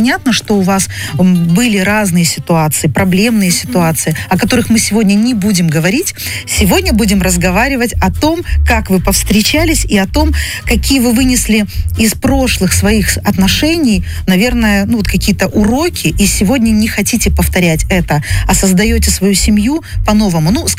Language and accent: Russian; Krasnodar Krai, Russia; я кубанская казачка.